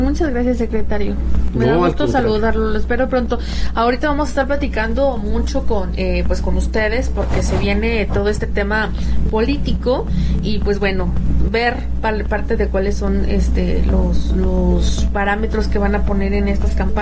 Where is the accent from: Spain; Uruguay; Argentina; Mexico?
Mexico; Guanajuato; nuestros mexicanos, nuestros guanajuatenses